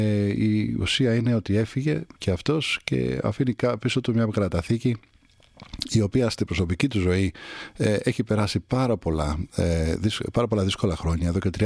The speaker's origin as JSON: {"language": "Greek", "area": "Kaminia", "region": "Attica", "country": "Greece", "tie": "born or raised there", "said": "δίπλα ακριβώς από εκεί που μεγάλωσα εγώ στα Καμίνια."}